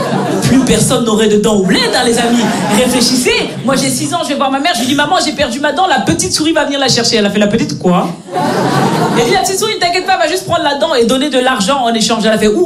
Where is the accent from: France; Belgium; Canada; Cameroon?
Belgium; born or raised there